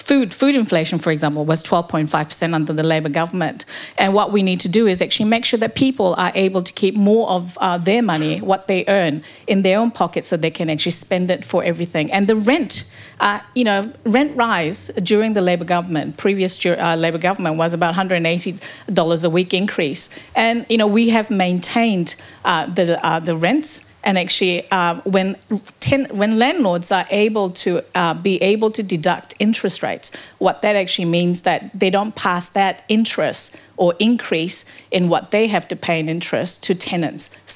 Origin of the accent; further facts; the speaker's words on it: South Korea; now in New Zealand; I'm originally from Korea, and I moved to New Zealand with my parents about 38 years ago.